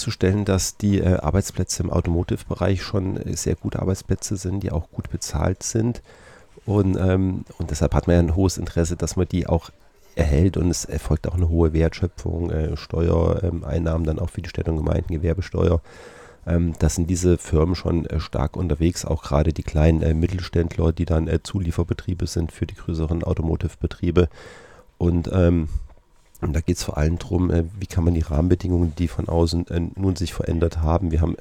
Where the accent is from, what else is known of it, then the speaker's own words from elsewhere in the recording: Thuringia, Germany; Ich komme aus dem Wartburgkreis